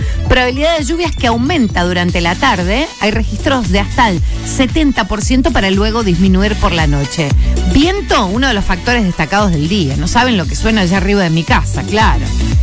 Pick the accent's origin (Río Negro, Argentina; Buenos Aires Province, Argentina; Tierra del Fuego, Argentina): Buenos Aires Province, Argentina; Punta Alta; Muy bien, allá nos vamos. Para mi pueblito.